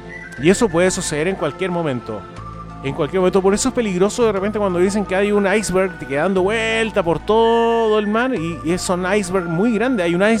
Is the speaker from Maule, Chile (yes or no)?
yes; Talca, Maule, Chile; mi ciudad natal, de Talca